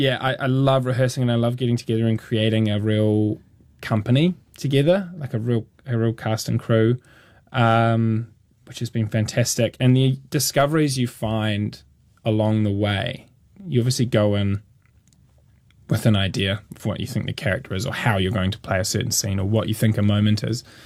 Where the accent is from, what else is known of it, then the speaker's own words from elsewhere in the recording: Christchurch, Canterbury, New Zealand; I'm from Christchurch, but, I have family friends who are farmers, and we spend a lot of our time in like rural Otago and places like that.